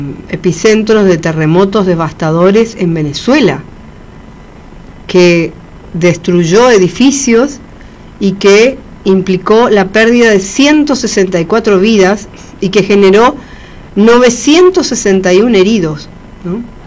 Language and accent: Spanish; Argentina